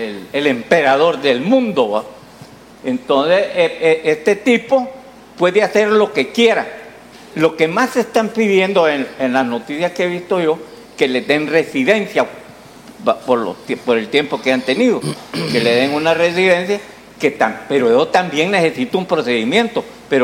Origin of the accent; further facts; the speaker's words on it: El Salvador; porque yo conozco varios casos en donde como somos salvadoreños, pues, nos emborrachamos todos los viernes